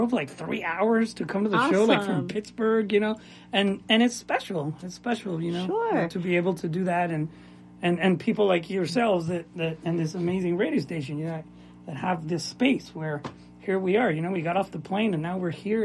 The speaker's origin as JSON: {"language": "English", "region": "Lima", "country": "Peru", "said": "No, Lima."}